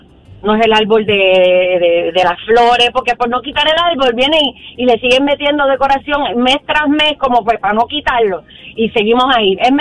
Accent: Puerto Rico; esas cositas lindas que nos identifican como puertorriqueños

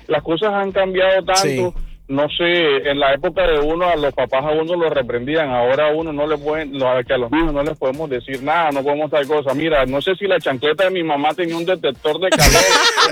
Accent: Colombia; la idiosincrasia aquí es diferente en la del país. Yo soy de Colombia, uh-huh.

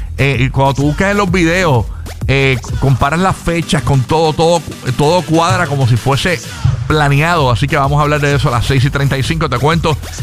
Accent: San Juan, Puerto Rico; born there; also born or lived in Fajardo / Carolina; O sea, me siento de Fajardo. Pero yo nací en San Juan, realmente.

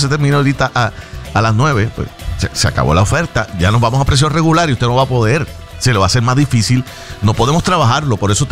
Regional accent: Puerto Rico; este privilegio que tenemos nosotros como puertorriqueños, como boricuas, para viajar a Orlando o a cualquier parte del mundo

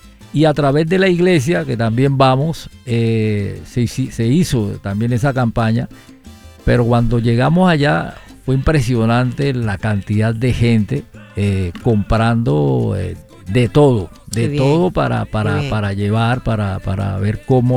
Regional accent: Colombia

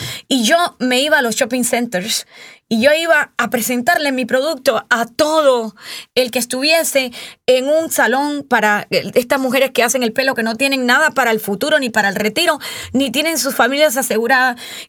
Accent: Cuba

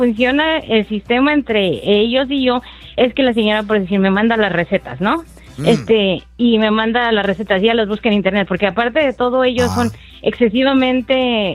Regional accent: Mexico City, Mexico; Yo de la Ciudad de México.

